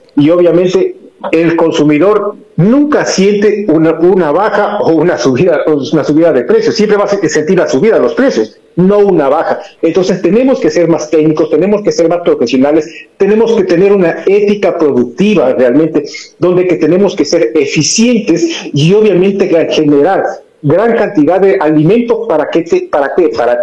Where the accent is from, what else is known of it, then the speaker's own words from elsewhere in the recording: Tungurahua, Ecuador; Aquí yo no me voy a poner como tungurahuense, sino como ecuatoriano.